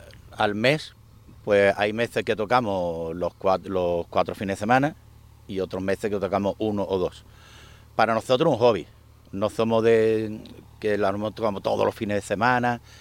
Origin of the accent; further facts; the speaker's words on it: Puerto Real, Andalusia, Spain; yo soy de Puerto Real.